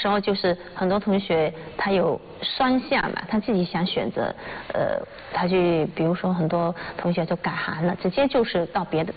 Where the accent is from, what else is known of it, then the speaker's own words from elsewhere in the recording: Fujian, China; 我想平舌就平舌，因为我们福建人都是爱说福建人嘛